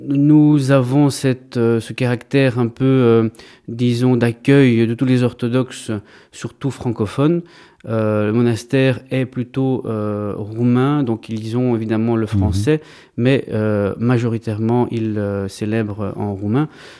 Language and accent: French; Brussels, Brussels-Capital Region, Belgium; also born or lived in Greece; Et donc, je suis né en Grèce moi-même, mais j'ai grandi ici en Belgique, à Bruxelles plus précisément.